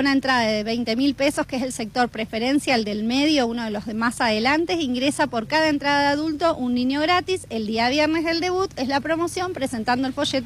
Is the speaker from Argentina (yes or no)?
yes; Escobar, Buenos Aires Province, Argentina; Yo, por ejemplo, soy de Escobar, de la provincia de la Fiesta de la Flor